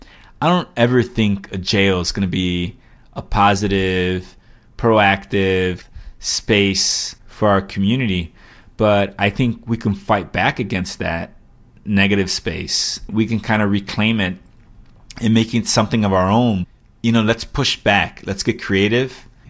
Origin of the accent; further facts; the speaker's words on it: Chicago, Illinois, United States; I grew up in Little Village. Little Village is commonly known as the capital of the Mexican Midwest. 80,000 residents, the vast majority of which are either Mexican or Mexican-American. I'm very proud to be able to say that I'm from the neighborhood. Grew up on 23rd and Lawndale and live on 30th and Lawndale now.